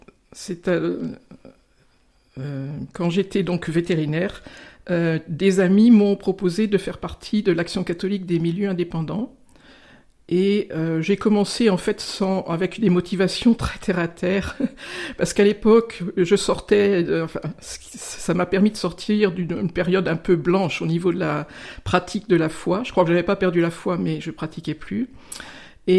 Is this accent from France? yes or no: yes; Grand Est, France; Très vite, mes parents sont partis en Lorraine pour des raisons professionnelles. Et puis j'ai grandi donc en Lorraine jusqu'à l'âge de 16 ans.